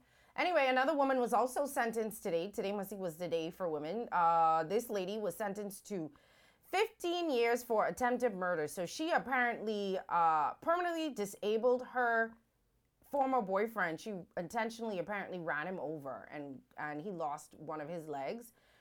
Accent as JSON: {"language": "English", "town": "San Salvador", "country": "Bahamas", "said": "I'm from San Salvador, and someone forgot to mention yesterday that the Bensons hail from there as well."}